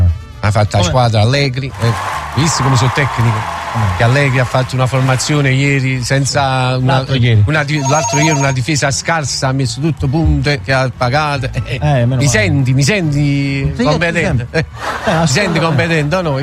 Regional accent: Naples, Campania, Italy; Sono proprio napoletano, poi che dici che sono napoletano.

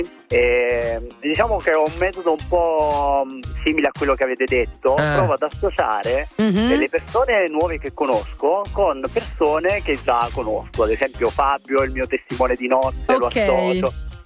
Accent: Caserta, Campania, Italy; now in Segrate, Italy; Da Segrate, sì, ma in realtà io sono di Caserta, ho abitato all'estero, un po' in giro, non so nemmeno io di dove sono.

